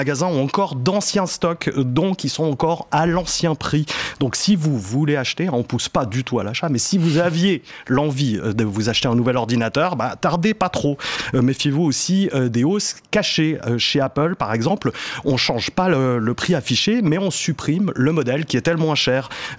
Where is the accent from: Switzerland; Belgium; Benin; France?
Switzerland; Chez nous, en Suisse